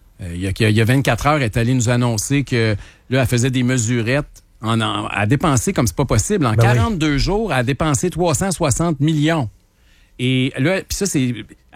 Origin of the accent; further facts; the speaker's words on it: Quebec City, Quebec, Canada; on a souvent ce problème-là quand on est de Québec, là. C'est très dur de faire campagne à Québec parce que tout nous ramène tout le temps à Montréal quand t'es en politique.